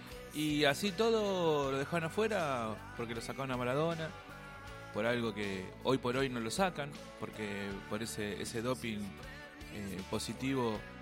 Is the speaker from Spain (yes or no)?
no; Argentina; somos argentinos